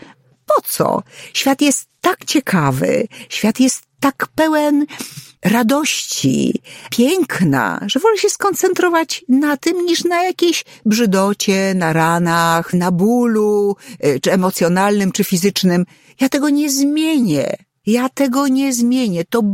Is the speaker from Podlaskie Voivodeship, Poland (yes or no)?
yes; Podlaskie Voivodeship, Poland; Ja jestem, że tak powiem, ze ściany wschodniej, czyli jestem spod Białegostoku. W tej chwili właściwie już jest to dzielnica Białegostoku.